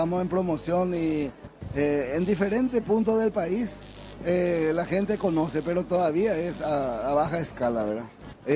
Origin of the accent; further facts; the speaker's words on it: Hohenau, Itapúa, Paraguay; No, yo soy oriundo de Joenao.